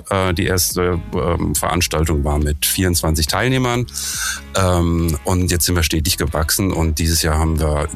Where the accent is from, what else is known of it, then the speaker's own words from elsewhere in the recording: Southern Germany, Germany; now in Berlin, Germany; ich wohne in Berlin, Martin wohnt in Heidelberg. Wir kommen beide aus Süddeutschland.